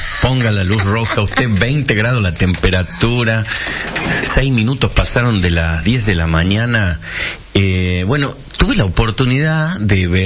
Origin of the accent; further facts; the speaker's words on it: Argentina; Y bueno, lamentablemente el paquete somos todos los argentinos, ¿no? Que estamos adentro de este país que crece la pobreza y crece.